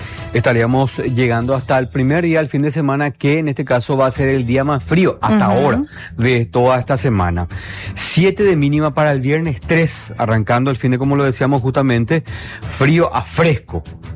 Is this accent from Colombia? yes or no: no; Paraguay; parece que nosotros somos demasiado así de Paraguay